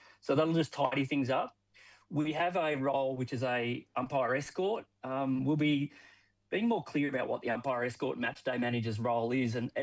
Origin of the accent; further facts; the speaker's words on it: Orbost, Victoria, Australia; Yeah, I grew up in Orboston